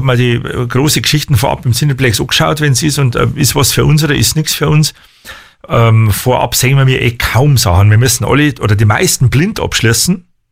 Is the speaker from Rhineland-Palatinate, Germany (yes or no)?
no; Bavaria, Germany; accent: Bavarian; Es mag vielleicht sein, aber ich gehöre schon original zu Oberbayern. Gell? Also Wenzach, München und so weiter. Das ist die ganzen, es ist schon Oberbayern.